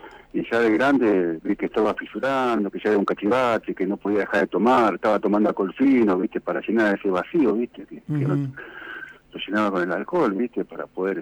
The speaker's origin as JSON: {"language": "Spanish", "region": "Buenos Aires", "country": "Argentina", "said": "Yo soy de Buenos Aires."}